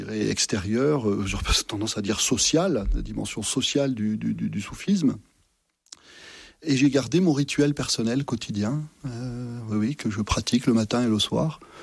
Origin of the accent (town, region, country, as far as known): Massif Central, France